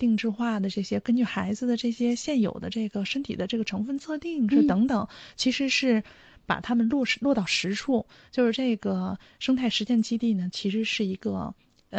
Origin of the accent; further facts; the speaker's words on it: Northwest China, China; 因为我们是西北人嘛，那本来就擅长这个碳水